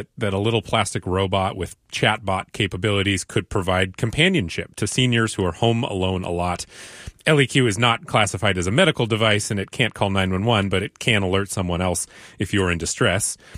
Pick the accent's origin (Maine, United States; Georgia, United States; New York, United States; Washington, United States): Washington, United States; Seattle; now in South King County, United States; I grew up in Seattle and went to a certain coffee house every week for 27 years before I was priced out of my city and had to move south to South King County in order to afford rent.